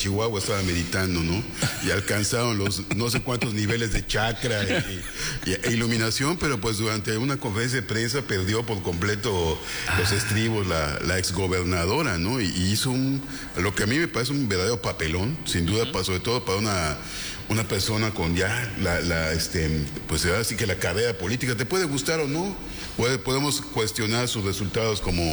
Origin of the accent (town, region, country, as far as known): Yucatán, Mexico